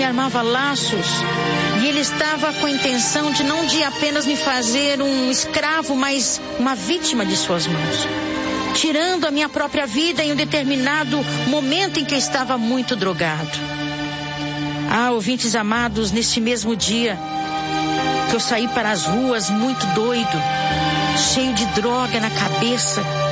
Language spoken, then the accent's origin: Portuguese; Goiânia, Goiás, Brazil; moved away as an adult; E minha mãe decide mudar de cidade. Saímos de Goiânia e fomos para uma cidade do estado do Mato Grosso.